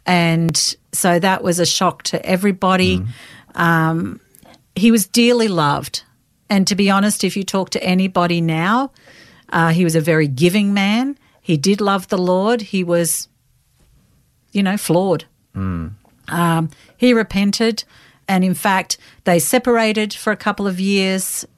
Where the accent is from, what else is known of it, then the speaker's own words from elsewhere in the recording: Melbourne, Victoria, Australia; I was born in Melbourne, in Blackburn, mm-hmm. actually. That's where I've lived.